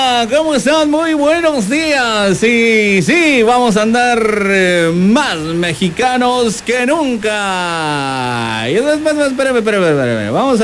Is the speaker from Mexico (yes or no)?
yes; Mexico; Se sienta que es mexicano uno, que se sienta que somos más mexicanos que el nopal.